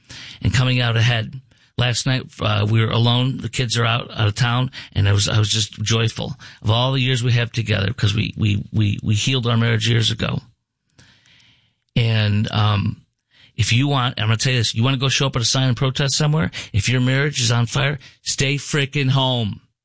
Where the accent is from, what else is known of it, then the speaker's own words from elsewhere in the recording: Chicago, Illinois, United States; when I fill in Chicago for The Answer, my hometown